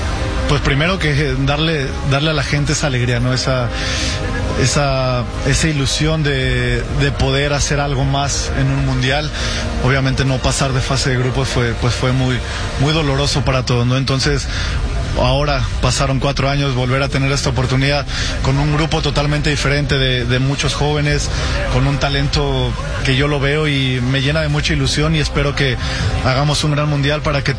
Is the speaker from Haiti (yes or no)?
no; Mexico; poder jugar un mundial en mi país